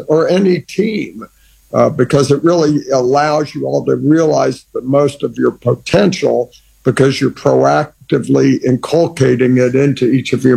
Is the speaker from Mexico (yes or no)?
no; Iran; My brother, my sister, and I as a kid growing up in Iran.